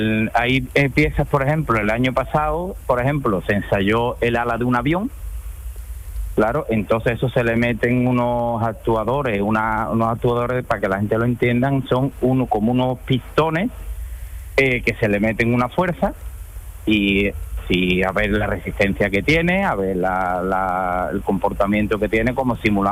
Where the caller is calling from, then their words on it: Seville, Andalusia, Spain; yo trabajo aquí en el Aerópolis, aquí en Sevilla